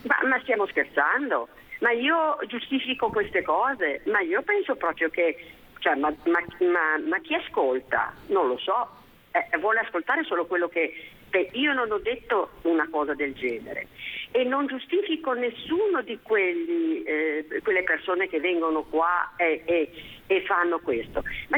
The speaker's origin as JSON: {"language": "Italian", "town": "Genoa", "region": "Liguria", "country": "Italy", "said": "Ma non noi perché siamo bianchi e siamo di Genova e siamo"}